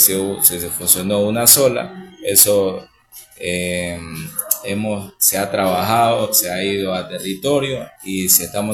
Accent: Esmeraldas, Ecuador

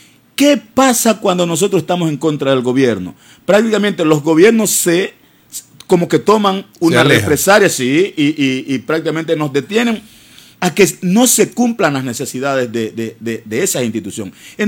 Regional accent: Esmeraldas, Ecuador; yo soy norteño, a mucha honra lo digo, salí del campo, sigo siendo del campo.

